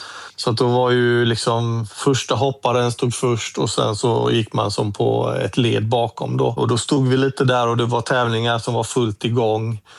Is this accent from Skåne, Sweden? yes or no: no; Gothenburg, Västra Götaland County, Sweden; för mig var det ju hemmaplan gånger 2 i och med att jag kommer från Göteborg